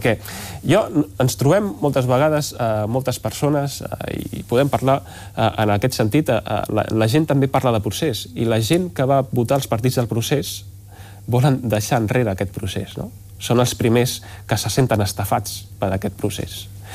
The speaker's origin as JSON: {"language": "Catalan", "town": "Badalona", "region": "Catalonia", "country": "Spain", "said": "Nosaltres hem tingut, i vostè sap que jo sóc de Badalona"}